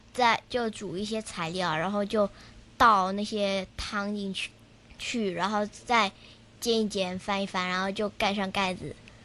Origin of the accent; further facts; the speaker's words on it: Taiwan; born there; 因为我本来就是在台湾出生嘛